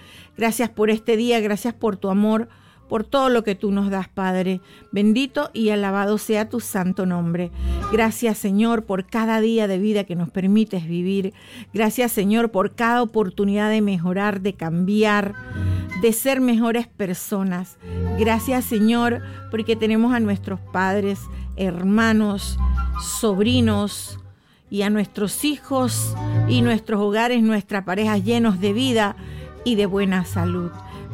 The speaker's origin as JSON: {"language": "Spanish", "town": "Monagrillo", "region": "Herrera", "country": "Panama", "tie": "born there", "said": "mi tierra, de mi tierrita hermosa, Monagrillo."}